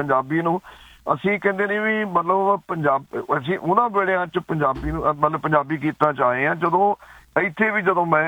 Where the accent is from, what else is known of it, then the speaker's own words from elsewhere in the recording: Hussainpur, Punjab, India; now in England, United Kingdom; ਅਸੀਂ ਨਕੋਦਰ ਦੇ ਨਾਲ, ਸਾਡਾ ਪਿੰਡ ਆ ਜੀ ਹੁਸੈਨਪੁਰ